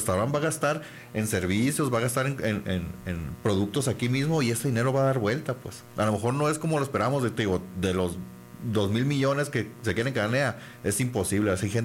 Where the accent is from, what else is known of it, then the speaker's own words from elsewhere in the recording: Cananea, Sonora, Mexico; los que somos de Cananea